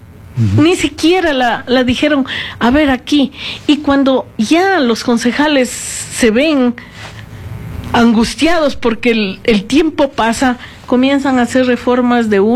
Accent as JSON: {"language": "Spanish", "town": "Quito", "region": "Pichincha", "country": "Ecuador", "said": "como quiteña que yo soy de 71 años, tengo dolor por mi ciudad"}